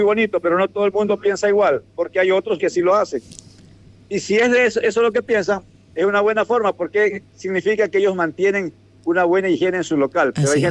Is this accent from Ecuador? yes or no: yes; Santa Ana, Manabí, Ecuador; now in Manta, Ecuador; ya desfilé por las calles de Santa Ana rindiéndole homenaje a mi pueblo